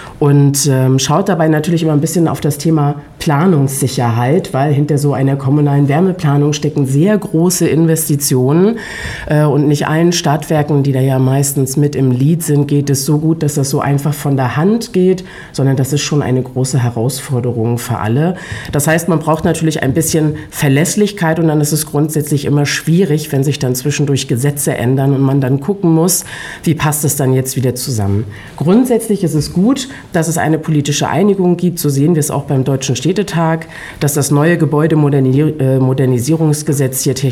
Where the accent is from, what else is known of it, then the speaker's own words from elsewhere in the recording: Rostock, Mecklenburg-Vorpommern, Germany; Meine Heimatstadt, die Hans- und Universitätsstadt Rostock, gehört mit dazu.